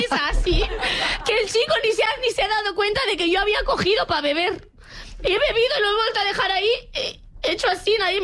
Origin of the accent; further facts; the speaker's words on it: Catalonia, Spain; y como persona catalana esto me